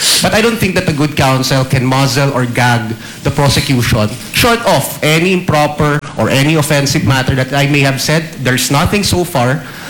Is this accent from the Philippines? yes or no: yes; Mindanao, Philippines; As I mentioned, Your Honor, I'm from Mindanao, so I'm not really